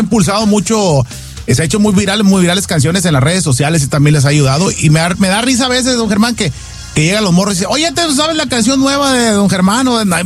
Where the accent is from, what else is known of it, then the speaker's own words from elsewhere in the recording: Guasave, Sinaloa, Mexico; somos paisanos de Guasave, Sinaloa.